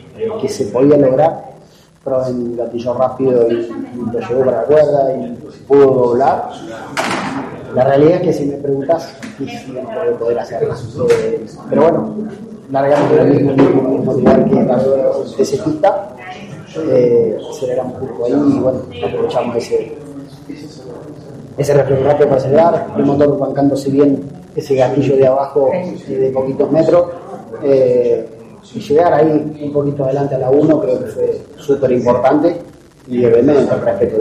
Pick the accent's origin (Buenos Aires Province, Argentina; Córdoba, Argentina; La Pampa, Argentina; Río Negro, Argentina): Córdoba, Argentina; Como cordobés, como local, recibir ese cariño de la gente